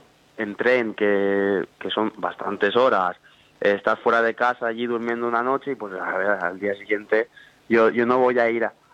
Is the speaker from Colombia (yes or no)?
no; Cocentaina, Valencian Community, Spain; now in Alcoy, Spain; yo soy de Cocentaina. De concentrar y sí, yo estoy en Alcoy y a ver, es casi lo mismo, es decir, lo hago casi todo allí, es decir, estudio allí, juego a hockey allí.